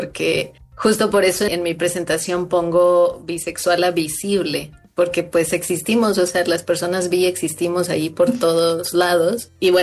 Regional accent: San Luis Potosí, Mexico; me resignifico del barrio porque soy de San Luis Potosí, del buen barrio llamado Valle Dorado.

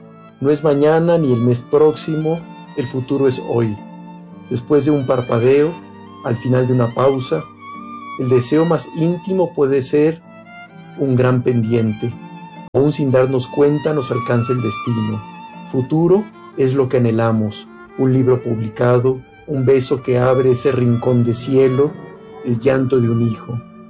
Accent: Tequila, Jalisco, Mexico; siendo de pueblo, que crecí en Tequila

